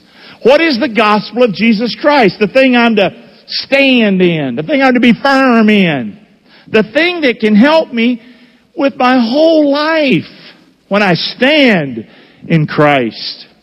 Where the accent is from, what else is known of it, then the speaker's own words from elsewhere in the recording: Rockingham, United States; I grew up in Rockingham. I was a hell raiser. God was a cuss word in my house.